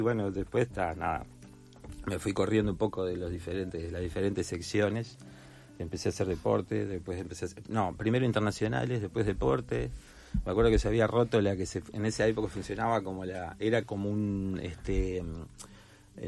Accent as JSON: {"language": "Spanish", "region": "Paysandú", "country": "Uruguay", "moved": "yes", "lives_now": "Argentina", "said": "Yo soy de Paysandú"}